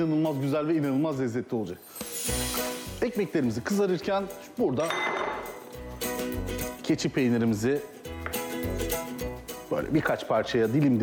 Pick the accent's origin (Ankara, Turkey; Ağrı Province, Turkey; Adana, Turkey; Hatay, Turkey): Adana, Turkey; Biz Adanalıyız biliyorsunuz. Orada böyle Toroslar'da mis gibi dağ kekiği kokar.